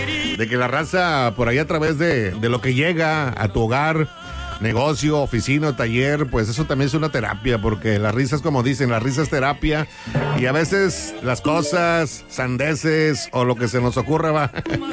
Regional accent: Apodaca, Nuevo León, Mexico; Yo soy de Apodaca

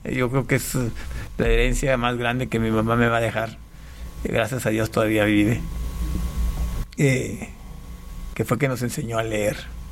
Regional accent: Panama; born there; Bueno, yo nací en Panamá, soy panameño de nacimiento, mexicano de nacionalidad, ya que mi papá es panameño y mi mamá es mexicana, entonces por derecho constitucional soy mexicano.

